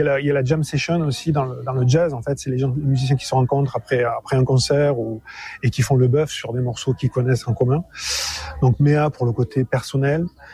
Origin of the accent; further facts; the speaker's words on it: Occitanie, France; qui était une ode à mon pays d'origine, enfin ma région d'origine, le Lot. Voilà, moi j'ai grandi dans l'Écosse, sur l'Écosse du Lot.